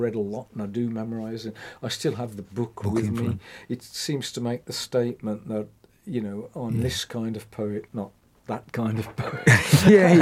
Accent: West Midlands, United Kingdom; accent: Black Country; I was born on the Saltwells Estate, just across the other side of the woods from where we are now in the Merrill Centre. So it was very Black Country

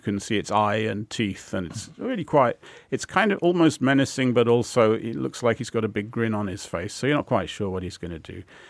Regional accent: West Midlands, United Kingdom; born there; because I was born in Grosvenor Avenue, which is not more than a few hundred metres from the stage where the Streetly Festival happens.

